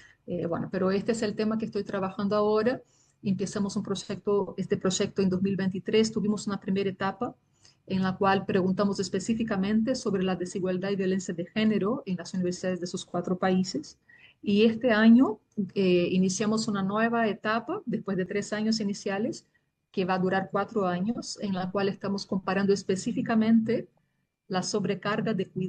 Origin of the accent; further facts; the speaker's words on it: Brazil; now in Argentina; soy brasileña de origen, tengo un lío de nacionalidades, como que fui acumulando nacionalidades en la trayectoria de vida. Mi familia es de origen italiano, entonces tengo nacionalidad italiana también y me nacionalicé argentina